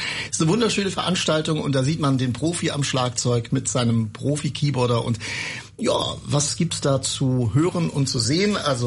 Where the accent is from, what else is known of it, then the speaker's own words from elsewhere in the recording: Linz am Rhein, Rhineland-Palatinate, Germany; Also meine Heimatstadt, Linz am Rhein.